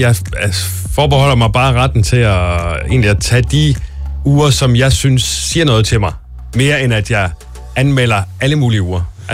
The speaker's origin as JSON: {"language": "Danish", "town": "Silkeborg", "region": "Central Denmark Region", "country": "Denmark", "said": "Silkeborg"}